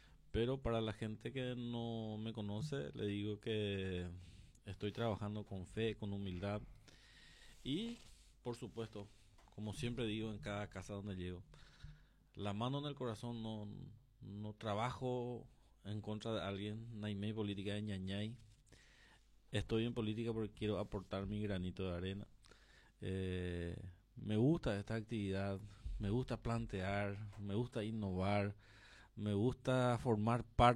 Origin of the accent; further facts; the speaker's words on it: Mao, Valverde, Dominican Republic; born there; Yo nací ahí donde viven mis padres. Yo nací ahí, en Mao y la partera.